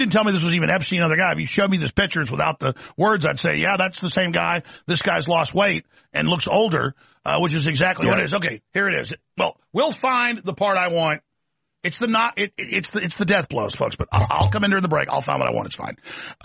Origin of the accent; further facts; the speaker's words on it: Dallas, Texas, United States; It was rough growing up in Dallas for a reason.